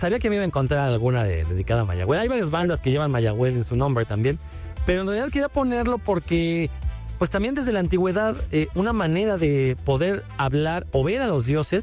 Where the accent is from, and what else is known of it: Mexico